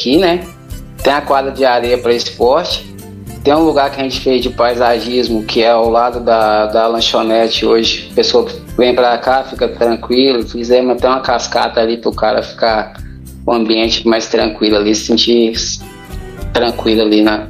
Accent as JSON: {"language": "Portuguese", "town": "Goiânia", "region": "Goiás", "country": "Brazil", "moved": "yes", "lives_now": "Luzerlândia, Brazil", "said": "Na verdade, eu sou de Goiânia."}